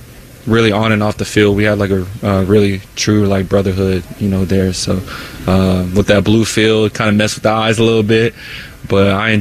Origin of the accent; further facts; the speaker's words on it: Texas, United States; moved away as an adult; I'm from Texas